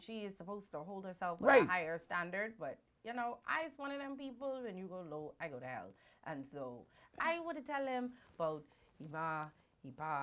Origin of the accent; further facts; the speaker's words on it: Palmetto Point, South Eleuthera, Bahamas; Sunny, are you from South Eleuthera? I'm from Palmetto Point.